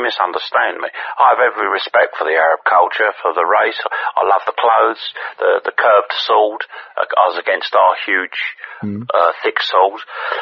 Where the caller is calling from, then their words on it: Leytonstone, London, United Kingdom; Leytonstone.